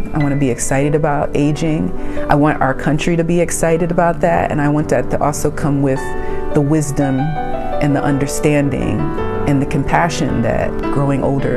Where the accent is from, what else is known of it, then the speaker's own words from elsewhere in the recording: Ambler, Pennsylvania, United States; also born or lived in Germantown, Philadelphia / North Wales, Pennsylvania; I was born in Germantown. I was raised in Montgomery County in the towns of Ambler, PA, North Wales, PA. I am a product of Black people who came from Virginia to Ambler to work in the asbestos factories there.